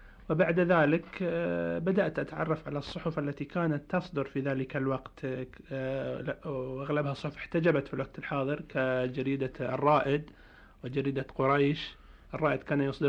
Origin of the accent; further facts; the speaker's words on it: Al-Jishah, Eastern Province, Saudi Arabia; also born or lived in Hofuf; هذا الأستاذ هو إمام جليل لأحد المساجد في قريتنا الجشة